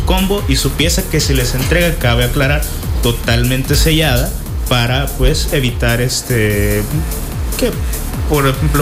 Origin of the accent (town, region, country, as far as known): El Salvador